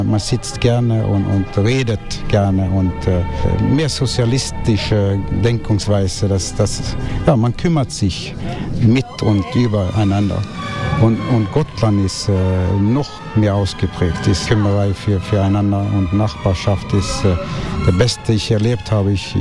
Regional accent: Bergen, Vestland, Norway; German is a second language; moved away as an adult; Bergen, auf der Westküste.

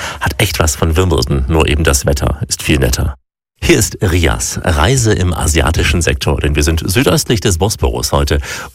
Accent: Ukraine; German is a second language; moved away as an adult; now in Turkey; ich bin nach der Choreografieausbildung in der Ukraine hierher gekommen, weil bei uns in der Ukraine, also in meiner Heimat, diese Jobs nicht gut bezahlt werden. Also bin ich in die Türkei gekommen

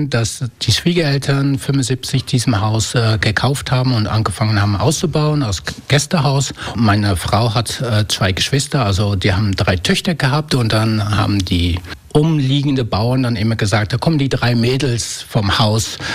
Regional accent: Netherlands; moved away as an adult; also born or lived in Black Forest, Germany; now in Füssen, Germany; Ich bin Holländer, wohne aber seit 30 Jahren hier in Deutschland.

